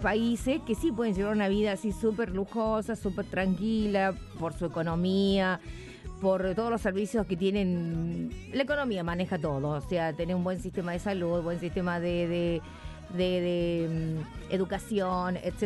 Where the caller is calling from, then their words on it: Córdoba, Argentina; del Pocho.